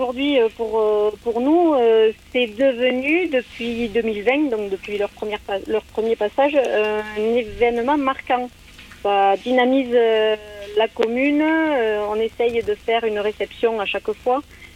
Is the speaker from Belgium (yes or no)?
no; Occitanie, France; moved away as an adult; now in Estampures, France; Je suis originaire du Gers, juste à côté de Mielan, à la Gamazous. Et je me suis installée en tant qu'agricultrice sur un élevage de lapins à Estampure.